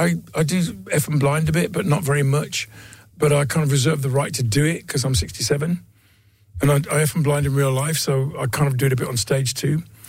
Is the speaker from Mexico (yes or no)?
no; Dudley, West Midlands, United Kingdom; moved away; And I learned all of these things growing up in Dudley.